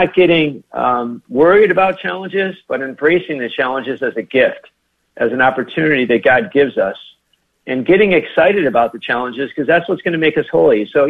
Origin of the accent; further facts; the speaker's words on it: Michigan, United States; now in Maryland, United States; I'm from Michigan. I'm from the Midwest.